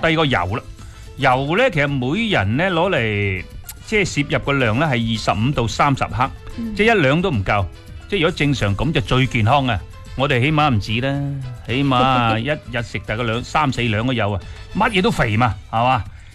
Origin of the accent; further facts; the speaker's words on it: Guangdong, China; 我哋广东人不嬲都系比较过多啊